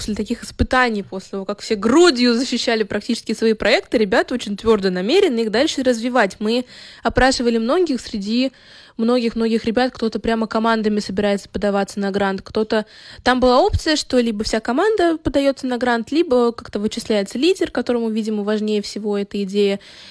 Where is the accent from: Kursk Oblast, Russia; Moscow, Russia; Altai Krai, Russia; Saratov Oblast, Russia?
Moscow, Russia; Мы из Москвы